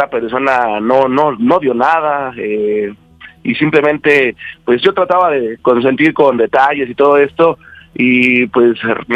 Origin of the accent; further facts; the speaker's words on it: Mexico City, Mexico; De aquí de la Ciudad de México y pues tengo 30 años.